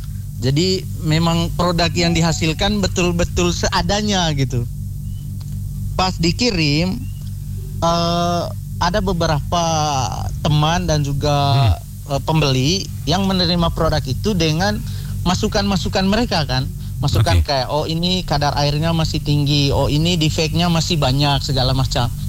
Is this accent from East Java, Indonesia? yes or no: no; East Nusa Tenggara, Indonesia; born there; moved away as an adult; saya kembali ke desa saya di Manggarai Timur, tepatnya di Desa Colol. Nah, di sana saya karena juga anak seorang petani dan juga punya kebun kopi